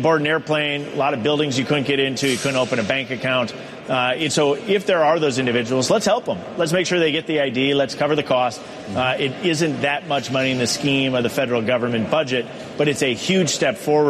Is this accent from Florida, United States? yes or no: no; Wisconsin, United States; In my home state of Wisconsin